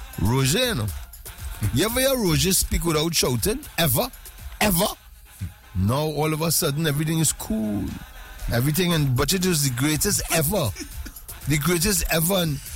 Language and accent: English; Trinidad & Tobago; Because I'm ashamed to be a Trini, you know.